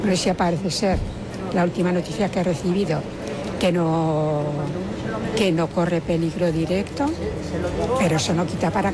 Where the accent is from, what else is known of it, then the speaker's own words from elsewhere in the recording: Luesia, Aragon, Spain; now in Zaragoza, Spain; De Luesia, pero no vivo allí, vivo en Zaragoza.